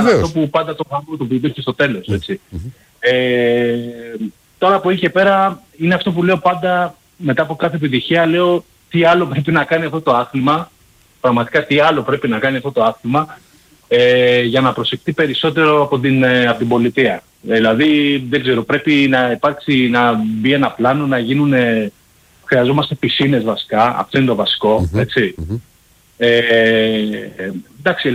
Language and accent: Greek; Palaio Faliro, Attica, Greece; από το Παλαιό Φάληρο